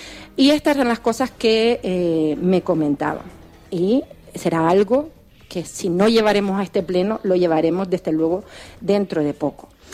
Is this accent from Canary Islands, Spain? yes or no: yes; Canary Islands, Spain; nuestra comunidad autónoma, que nuestro país canario, nos identifica